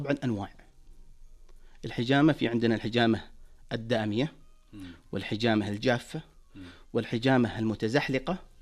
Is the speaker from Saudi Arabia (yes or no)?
yes; Saudi Arabia; بالنسبة لنا كسعوديين